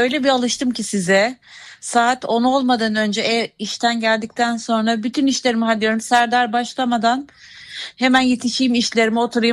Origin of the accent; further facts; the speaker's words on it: Susurluk, Balıkesir, Turkey; Balıkesir Susurluk.